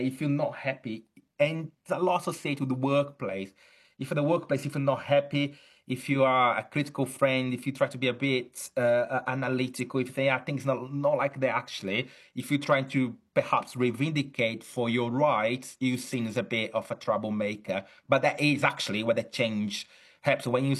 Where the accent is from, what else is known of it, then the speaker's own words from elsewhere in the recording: Brazil; English is a second language; now in Chichester, United Kingdom; I'm originally from Brazil, though I'm academic in at the University of Chichester in UK. I see a lot of that also in Brazil.